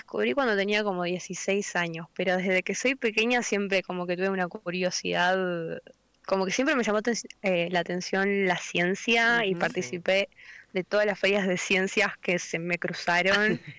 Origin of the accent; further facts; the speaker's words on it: Caleta Olivia, Santa Cruz, Argentina; moved away as an adult; also born or lived in La Plata; now in Cologne, Germany; Yo soy de Caleta Olivia, estudié en el Instituto Adventista y de ahí terminé la escuela y me fui a estudiar a la Universidad Nacional de La Plata.